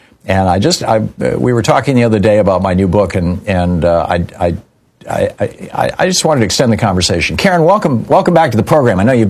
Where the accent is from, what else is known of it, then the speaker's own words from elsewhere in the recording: Lansing, Michigan, United States; when I grew up in Lansing, Michigan